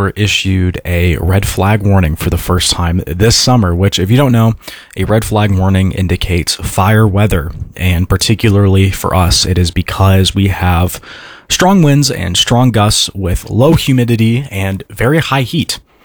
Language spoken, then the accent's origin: English; Roswell, New Mexico, United States; the weather this week in my hometown of Roswell, New Mexico, is kind of all over the place.